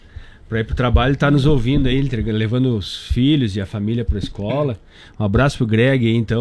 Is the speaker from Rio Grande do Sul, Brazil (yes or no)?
yes; Rio Grande do Sul, Brazil; gaúcho, como eu sou, nascido e criado no Rio Grande do Sul